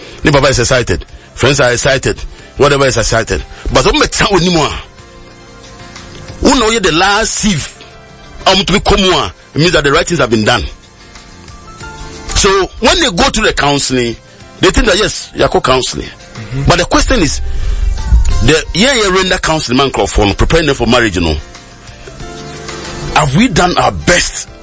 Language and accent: English; Nigeria; I'm from Nigeria.